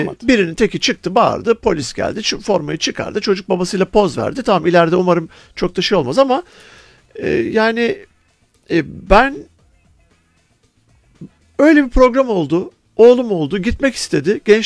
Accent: Ankara, Turkey; Mesela ben Ankaralıyım.

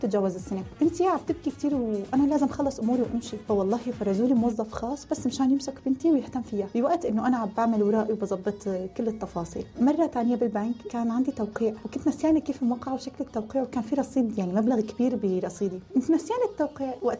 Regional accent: Syria; now in United Arab Emirates; ونحن كسوريين محبوبين بالإمارات. يعني أنا عن تجربتي، أنا سلال تجربتي شي 7 سنين تاكل، بس نحن كسوريين شعب محبوب بالإمارات.

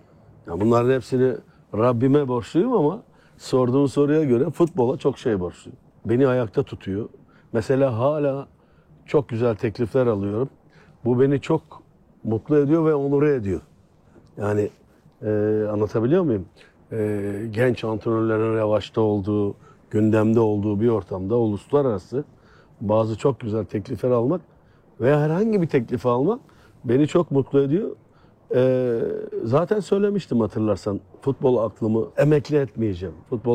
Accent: Adana, Turkey; Adanalıyım ben.

